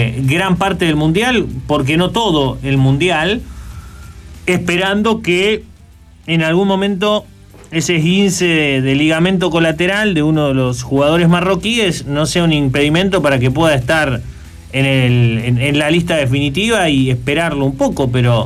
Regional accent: Argentina; nosotros somos argentinos

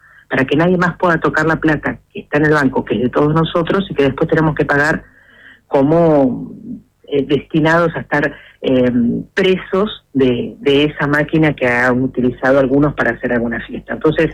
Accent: Argentina; el gran desafío que tenemos como argentinos

